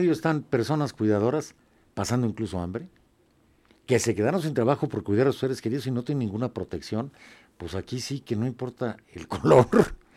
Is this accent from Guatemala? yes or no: no; Mexico